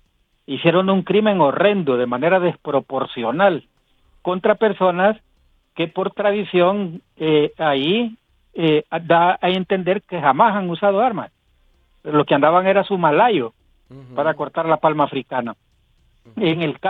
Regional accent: Colón, Honduras; yo soy del departamento de Colón, nací el 62

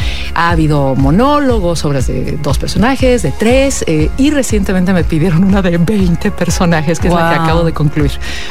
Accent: Mexico City, Mexico; moved away as an adult; now in Querétaro, Mexico; Soy de la Ciudad de México, pero llegué aquí hace ya 24 años.

